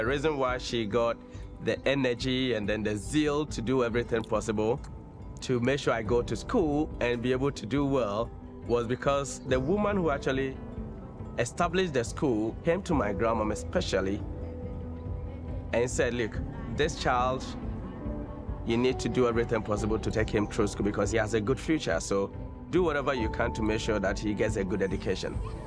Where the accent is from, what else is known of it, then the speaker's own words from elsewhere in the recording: Yonso, Ghana; I was born and raised in Yonso, a rural community based in the central part of Ghana. It's a community of about, say, 600 people.